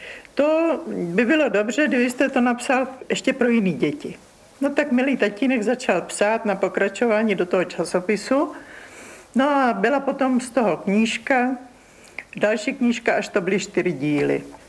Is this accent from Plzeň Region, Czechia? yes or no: no; Prague, Czechia; born there; also born or lived in Hrusice